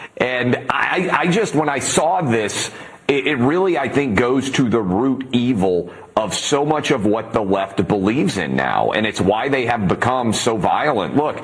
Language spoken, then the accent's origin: English; United States; Harris, when you and I grew up in America, it was pretty unified.